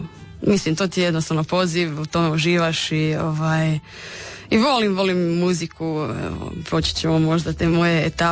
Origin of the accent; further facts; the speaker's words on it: Rijeka, Primorje-Gorski Kotar County, Croatia; Mi smo Fiumani, mama je Istrijanka